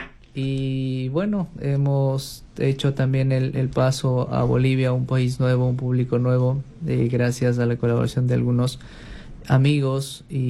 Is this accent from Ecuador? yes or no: yes; Ambato, Tungurahua, Ecuador; Claro, yo vengo de Ecuador, específicamente de Ambato, la ciudad en donde ha nacido el compositor del himno nacional del Ecuador.